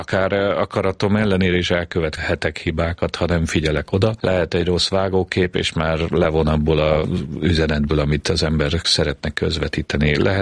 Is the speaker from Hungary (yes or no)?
yes; Budapest, Hungary; Én Budapesten születtem, igazából Zuglóban nevelkedtem fel, egy lakótelepen, úgynevezett panelházban